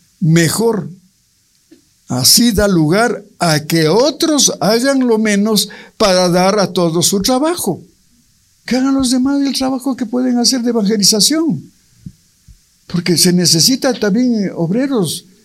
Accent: Ibarra, Imbabura, Ecuador; born there; also born or lived in Quito; El lugar, fue en Quito, nací en Ibarra, pero fue aquí lo que conocí.

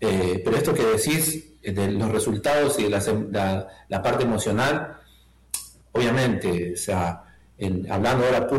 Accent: Argentina; probablemente yo no me hubiera dicho hincha del equipo que me hice de pequeño en Argentina

